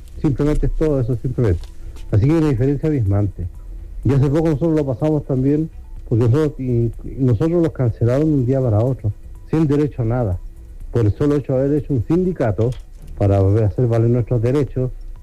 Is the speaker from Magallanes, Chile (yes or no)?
no; Calama, Antofagasta, Chile; porque yo soy de acá de Calama y tengo una muy mala opinión de Codelco.